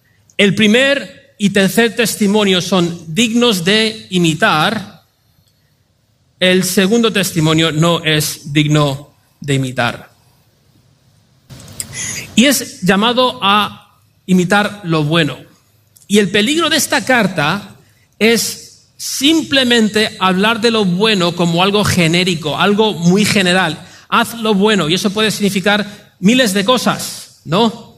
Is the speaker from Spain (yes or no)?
yes; Spain; now in Seville, Spain